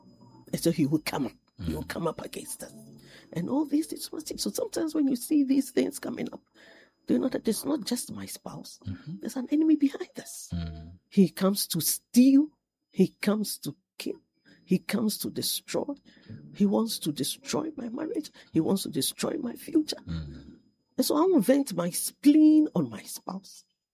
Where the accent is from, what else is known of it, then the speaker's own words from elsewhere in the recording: Cape Coast, Central Region, Ghana; born there; Yes, I was born in Cape Coast. My mom was a nurse.